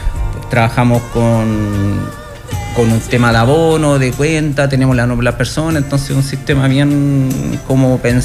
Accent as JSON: {"language": "Spanish", "country": "Chile", "tie": "born there", "said": "yo viví cuando era pequeño, viví en la Villa Teniente"}